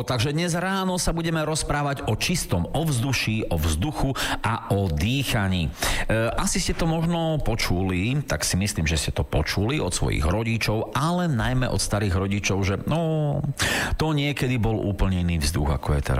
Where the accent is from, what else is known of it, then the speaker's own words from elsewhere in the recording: Bardejov, Prešov Region, Slovakia; Ja napríklad pochádzam z Bardejova, to som hovoril, z takého malého mestečka, kde nie je žiadna továra, nie je tam naozaj čistý vzduch.